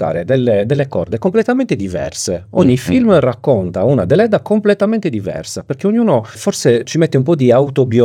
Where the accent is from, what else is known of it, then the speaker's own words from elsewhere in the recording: Sardinia, Italy; quello che soffriamo noi sardi quando andiamo fuori dalla Sardegna